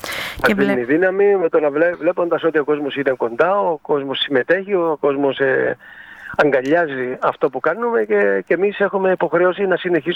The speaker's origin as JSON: {"language": "Greek", "town": "Paradeisi", "region": "South Aegean", "country": "Greece", "tie": "born or raised there", "said": "Προσωπικά για μένα είναι το χωριό μου. Εδώ γεννήθηκα, εδώ μεγάλωσα, εδώ έκανα την οικογένειά μου."}